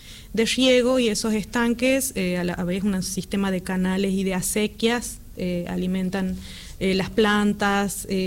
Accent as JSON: {"language": "Spanish", "town": "Colpes", "region": "Catamarca", "country": "Argentina", "tie": "born or raised there", "moved": "yes", "said": "ese es mi pueblo. Y es el pueblo más bonito y tiene el agua más dulce del mundo."}